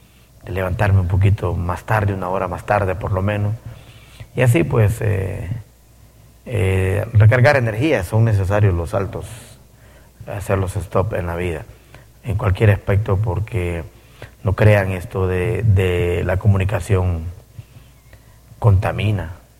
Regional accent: Honduras

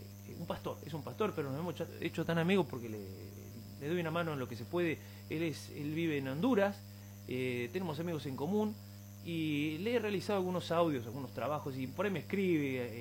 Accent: Argentina

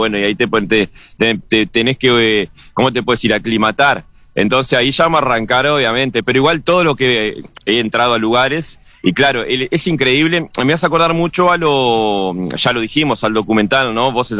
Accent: Bella Unión, Artigas, Uruguay; born there; moved away; Yo sí, obviamente, nací en Bella Unión, acá ya estaba llegando el bondi, veía la rotonda que decía Bella Unión y tenía ganas de pegarme una vuelta, porque ahí está el lugar donde yo nací

